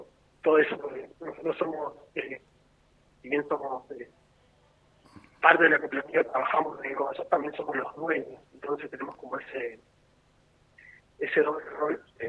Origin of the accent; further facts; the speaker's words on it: Buenos Aires, Argentina; Sí, somos de acá de Buenos Aires, de la región, pero sí somos desparramaditos acá cerquita, por lo menos.